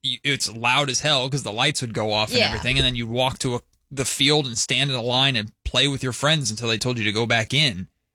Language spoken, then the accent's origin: English; California, United States; growing up in California